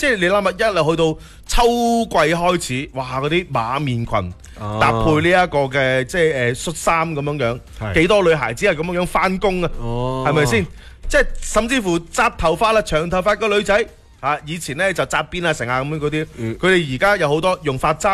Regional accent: Foshan, Guangdong, China; 我哋嘅城市文化

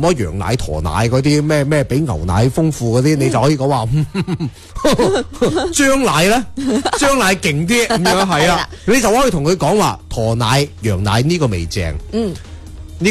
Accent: Guangdong, China; 我哋老广

